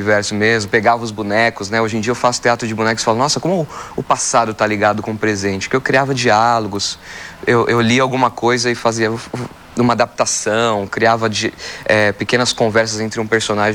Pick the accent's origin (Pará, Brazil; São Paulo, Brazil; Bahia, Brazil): São Paulo, Brazil; Eu sou do Campo Limpo, Santo Amaro.